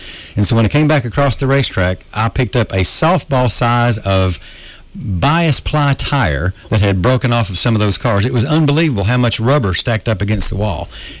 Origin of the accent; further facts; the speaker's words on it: Wartburg, Tennessee, United States; I'm in my early 20s, just moved back to Wartburg, my hometown